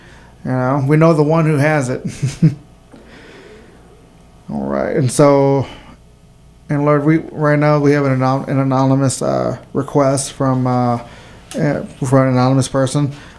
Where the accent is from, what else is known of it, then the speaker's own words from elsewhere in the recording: Laredo, Texas, United States; born there; So I was born in Laredo, Texas. All right, so it's a border city. It's right there on the right across from the border, and right across from it is a sister city called Nuevo Laredo, and which is in Mexico.